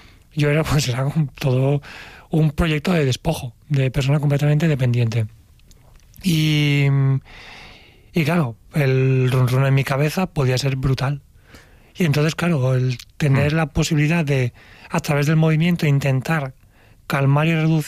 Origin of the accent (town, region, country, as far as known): Valencia, Valencian Community, Spain